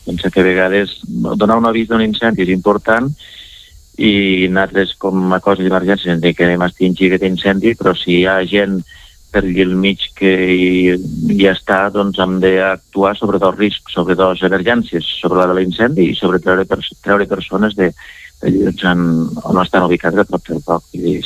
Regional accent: Catalonia, Spain; la zona d'on jo soc, que soc el Pallars

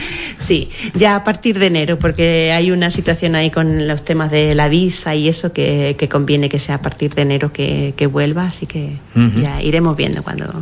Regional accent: Monesterio, Extremadura, Spain; moved away; de mi pueblo, de monasterio también.

